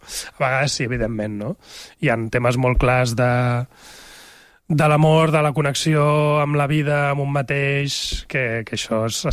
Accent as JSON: {"language": "Catalan", "town": "Barcelona", "region": "Catalonia", "country": "Spain", "lives_now": "L'Ametlla del Vallès, Spain", "said": "És que és complicat, perquè sóc de Barcelona, del barri d'Horta, estic empadronat a la Garriga, però visc a l'Ametlla."}